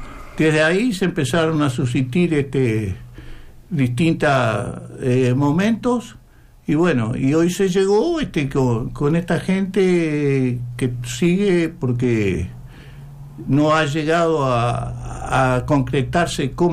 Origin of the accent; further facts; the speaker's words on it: Florida, Uruguay; now in Tacuarembó, Uruguay; yo vengo de una familia de más de 100 años de transporte, que yo vine de Florida, pero que yo incursioné acá a la ciudad de Tacuarembó